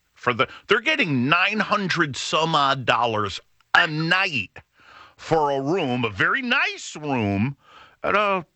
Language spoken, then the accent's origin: English; New England, United States; But I spent my summers in Rhode Island as the New Englander, that I am.